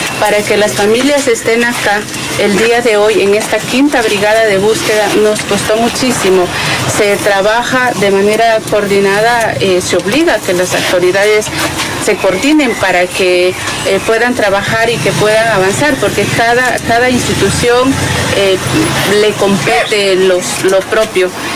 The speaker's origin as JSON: {"language": "Spanish", "country": "Honduras", "said": "Óscar también es hondureño"}